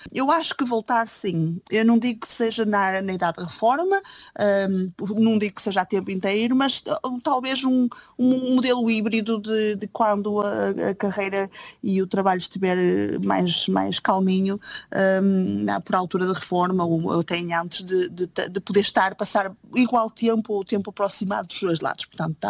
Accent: Viana do Castelo, Norte, Portugal; now in United Kingdom; como minhota faço questão de ir, os meus filhos adoram ir, e a gente está lá, passa lá tempo com os meus pais, com a minha irmã

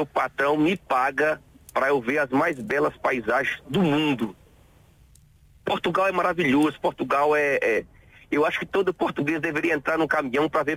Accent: Teófilo Otoni, Minas Gerais, Brazil; Bem pertinho de BH. Eu sou de uma cidade chamada Teófilo Otoni.

